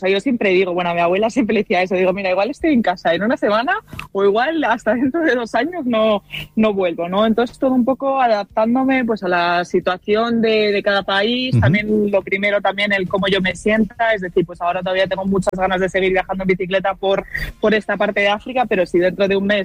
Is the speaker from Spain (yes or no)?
yes; Bilbao, Basque Country, Spain; moved away as an adult; soy de Bilbao, tengo 25 años, viví ahí hasta los 18, y luego desde los 18 hasta ahora he estado prácticamente pues todos estos años fuera de España